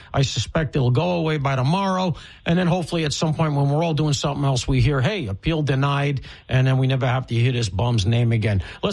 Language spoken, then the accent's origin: English; Brooklyn, New York, United States; I was born in Flatbush, spent a lot of my childhood in Brooklyn.